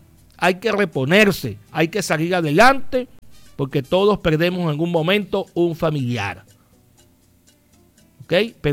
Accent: Venezuela; recomponernos como venezolanos

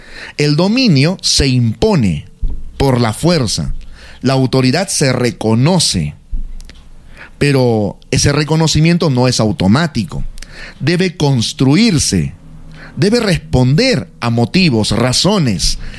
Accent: Peru

